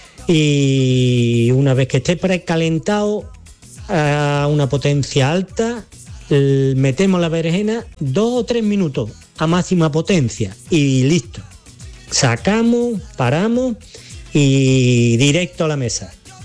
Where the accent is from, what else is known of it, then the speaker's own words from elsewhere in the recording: Mijas, Andalusia, Spain; de las Lagunas de Mija